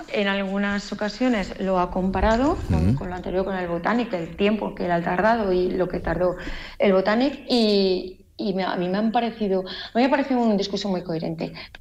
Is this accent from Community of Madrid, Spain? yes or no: no; Alicante, Valencian Community, Spain; quizás yo como alicantina, como alicantina y como abogada